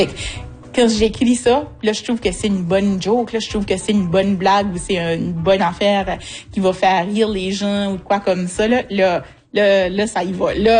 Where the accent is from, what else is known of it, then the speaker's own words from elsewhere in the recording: Saint-Joseph-de-Madawaska, New Brunswick, Canada; moved away as an adult; now in Rogersville, Canada; J'ai 44 ans, je suis originaire de Saint-Joseph de Madawaska, puis ça fait depuis une bonne vingtaine d'années que j'habite à Rogersville